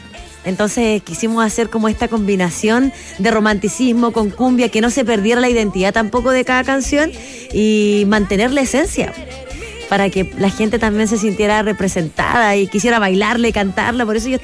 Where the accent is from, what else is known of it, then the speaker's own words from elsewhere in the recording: Iquique, Tarapacá, Chile; Yo soy iquiqueña, Alvarito. Iquique, tierra de campeones.